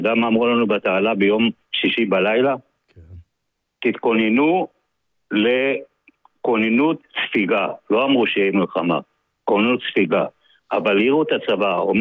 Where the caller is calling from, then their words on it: Tel Aviv, Tel Aviv District, Israel; אני מתל אביב.